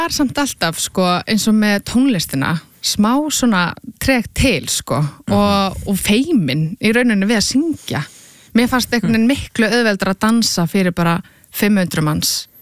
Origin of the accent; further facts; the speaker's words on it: Garðabær, Capital Region, Iceland; ég að mestu liti uppalinn í Garðabæ og gekk þar í grunnskóla og menntaskóla